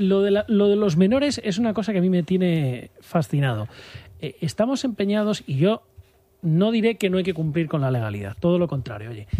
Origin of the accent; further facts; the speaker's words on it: Spain; ¿Quiénes somos los españoles o los europeos